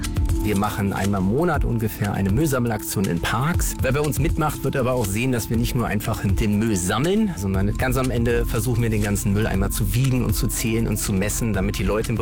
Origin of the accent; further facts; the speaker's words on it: Berlin, Germany; Als Berliner, als Kind der großen Stadt